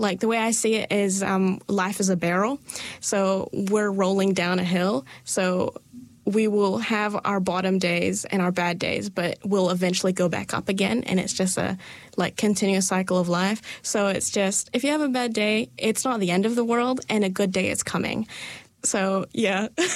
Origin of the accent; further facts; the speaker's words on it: Malaysia; first language Malay; English is a second language; speak my mother tongue, Malay, the same way other people my age can, then am I truly Malaysian?